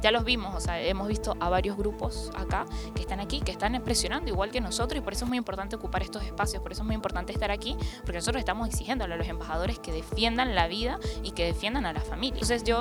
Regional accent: Venezuela; yo soy de Venezuela

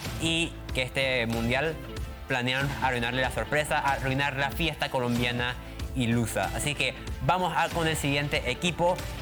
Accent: Panama; Yo me hubiera gustado enfrentarme a Austria siendo panameño en un amistoso

